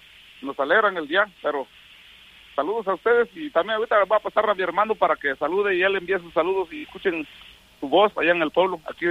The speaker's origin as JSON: {"language": "Spanish", "town": "Santa María Tindú", "region": "Oaxaca", "country": "Mexico", "said": "Oh, soy del pueblo de Santa María Tindú, allá están mis papás, mis tíos"}